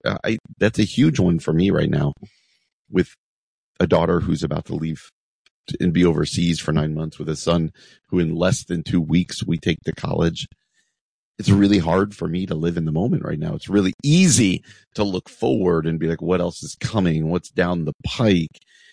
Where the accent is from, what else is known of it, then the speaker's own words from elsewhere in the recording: New Jersey, United States; moved away as an adult; I love this story from my home state of New Jersey. I grew up in New Jersey. I've been a Midwesterner for a long time. I basically moved out here in 1995 to go to Wheaton College